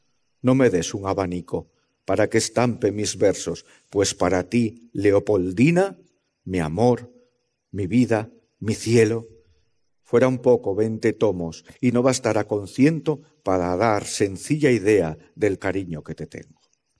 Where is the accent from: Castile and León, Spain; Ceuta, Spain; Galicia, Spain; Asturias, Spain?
Asturias, Spain; Avilés; Yo mal pena salí de aquí, de Avilés. Iba como mucho a Uvieu cuando estaba estudiando, a Yoanco, a Santiago, de Ambiedes